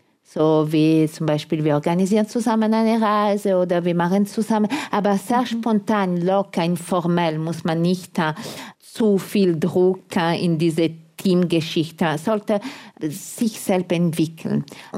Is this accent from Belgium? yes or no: no; Italy; German is a second language; Nun, für mich als Italiener war etwas negativ, aber alle anderen waren zufrieden.